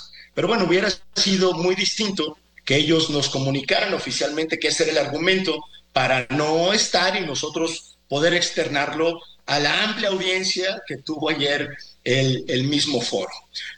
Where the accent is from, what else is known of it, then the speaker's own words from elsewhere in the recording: Guadalajara, Jalisco, Mexico; yo soy de Guadalajara, simpatizo por supuesto con los Leones Negros, aunque le voy a las Chivas, pero tengo un profundo cariño por los Leones Negros.